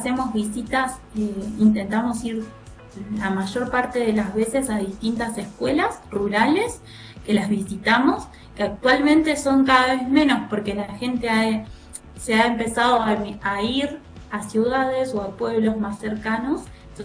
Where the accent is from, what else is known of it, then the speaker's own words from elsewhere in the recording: Patagonia, Argentina; He vivido en todos lados y lo que pasa es que a mí me tiran mis raíces. Yo soy bosque andino patagónica, pero no quita de que siento un amor profundo por la exuberancia de Misiones